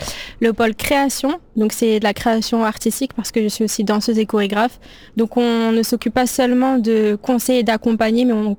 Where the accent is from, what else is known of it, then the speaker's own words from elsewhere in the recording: Senegal; also born or lived in Romania; now in Paris, France; il faut savoir que j'ai grandi à l'étranger, j'ai grandi 3 ans en Roumanie, 3 ans et demi en Roumanie, j'ai grandi au Sénégal